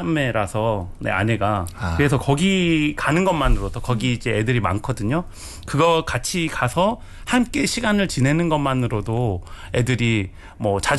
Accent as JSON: {"language": "Korean", "region": "Busan", "country": "South Korea", "tie": "born there", "moved": "yes", "said": "제가 본가는 부산에 있거든요."}